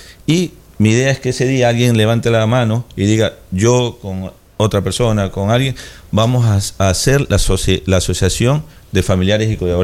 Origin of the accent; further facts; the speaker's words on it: Rocafuerte, Manabí, Ecuador; moved away as an adult; now in Manta, Ecuador; Yo estudié acá en Manta, yo soy de Rocafuerte, yeah, mi esposa es de acá en Manta, yo estudié acá en Manta, la mitad de la vida hemos estado acá.